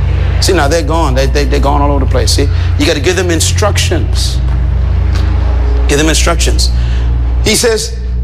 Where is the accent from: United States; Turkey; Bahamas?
Bahamas; In England, when I landed, nobody knew I was from the Bahamas.